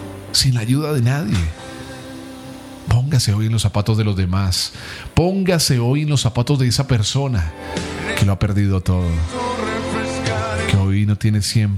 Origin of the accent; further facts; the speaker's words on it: Cali, Valle del Cauca, Colombia; necesitamos mostrar lo más bonito de nosotros como ciudadanos, como caleños, como vallecaucanos